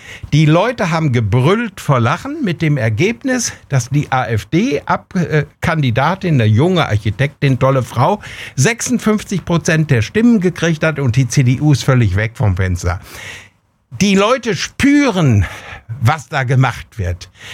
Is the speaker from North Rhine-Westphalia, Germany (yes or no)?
yes; Bünde, North Rhine-Westphalia, Germany; die am 8. Oktober in meine Heimat nach Bünde kommen in die Stadthalle